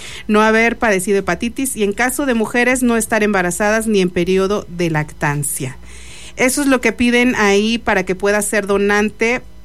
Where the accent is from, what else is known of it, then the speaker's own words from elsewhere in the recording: Mexico; Soy mexicano. Es mi bandera.